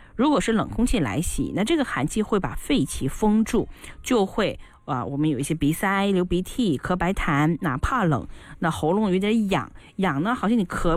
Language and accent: Chinese; China